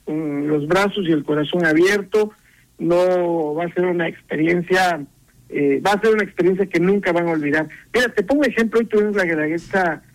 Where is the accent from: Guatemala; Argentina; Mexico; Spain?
Mexico; Oaxaca; como somos los oaxaqueños y oaxaqueñas.